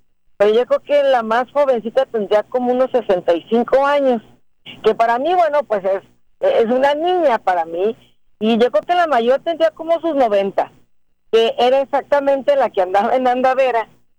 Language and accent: Spanish; Mexico; música de nuestro país, de los que somos mexicanos